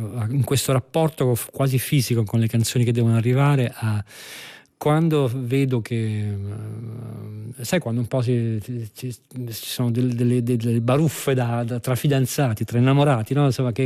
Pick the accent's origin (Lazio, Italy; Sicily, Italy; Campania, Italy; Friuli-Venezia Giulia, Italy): Campania, Italy; Naples